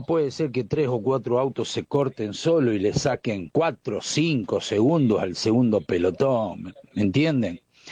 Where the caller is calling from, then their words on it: Villa Carlos Paz, Córdoba, Argentina; de Carlos Paz